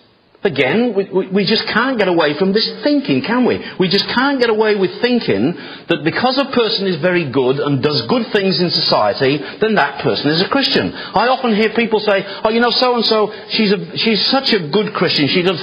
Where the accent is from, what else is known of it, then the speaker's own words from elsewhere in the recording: England, United Kingdom; moved away; I was brought up in England